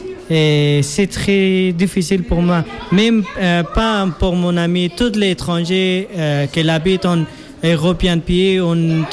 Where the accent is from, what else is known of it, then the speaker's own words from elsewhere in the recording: Afghanistan; French is a second language; moved away as an adult; now in France; je viens d'Afghanistan. Et quand j'étais en Afghanistan